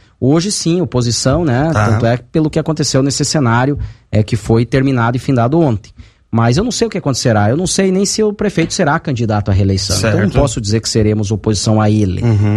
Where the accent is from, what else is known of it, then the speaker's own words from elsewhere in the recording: Pato Branco, Paraná, Brazil; É minha casa, é meu chão, é minha terra